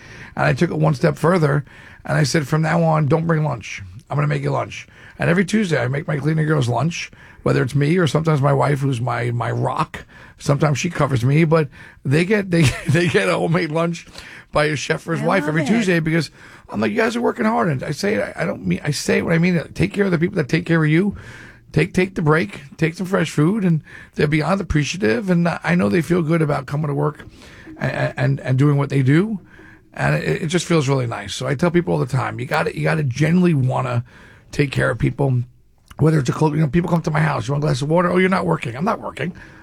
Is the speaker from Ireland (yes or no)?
no; New York, United States; I grew up in Rockland County. I used to go to the shops at Riverside, and now my name is on the facade.